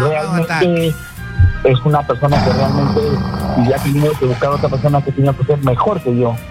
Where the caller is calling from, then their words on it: Lima, Peru; Me llamo de Breña, soy un taxista.